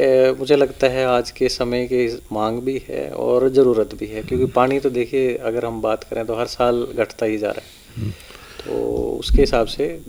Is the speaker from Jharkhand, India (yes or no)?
no; Yamunanagar, Haryana, India; जैसे मैं जहाँ से आता हूँ हमारे यहाँ यमुनानगर में संकर किस्में ज़्यादा लगती हैं